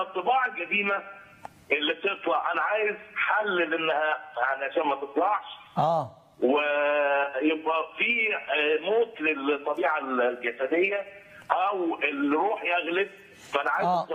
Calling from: Asyut, Asyut Governorate, Egypt

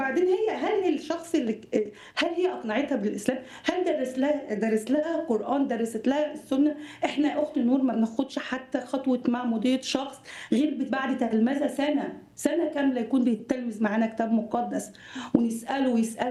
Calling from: Egypt; احنا مصريين

